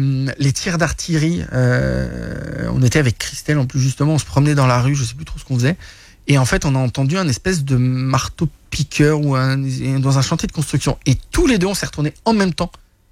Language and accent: French; France; now in Canada; je suis français